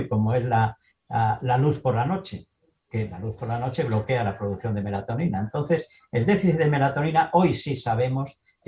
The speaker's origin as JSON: {"language": "Spanish", "region": "Galicia", "country": "Spain", "said": "Yo estudié en la Facultad de Medicina de Santiago de Compostela, soy gallego."}